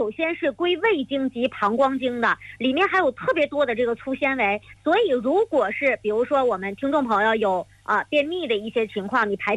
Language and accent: Chinese; Northeast China, China; 我是东北人，我就说咱们东北喜欢喝什么样的粥。